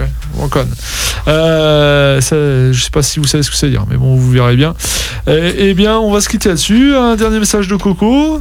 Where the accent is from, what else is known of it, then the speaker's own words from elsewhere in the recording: Pays de la Loire, France; C'est un groupe d'où je suis originaire, donc le canton de Pouzauges